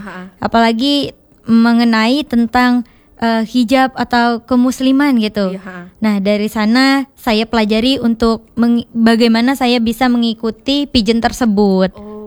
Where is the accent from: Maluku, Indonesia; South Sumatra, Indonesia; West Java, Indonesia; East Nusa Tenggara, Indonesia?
South Sumatra, Indonesia; Lahat; moved away as an adult; now in Palembang, Indonesia